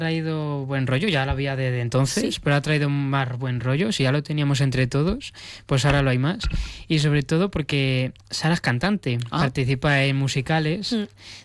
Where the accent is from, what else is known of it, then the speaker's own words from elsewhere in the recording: Torrejón de Ardoz, Community of Madrid, Spain; Yo como torrejonero, ¿qué te voy a decir? Las de mi pueblo, ¿no? Las de Torrejón de Ardoz.